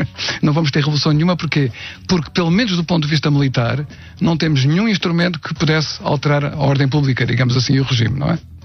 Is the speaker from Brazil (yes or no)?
no; Setúbal, Portugal; Corresponde de Setúbal, a minha cidade natal.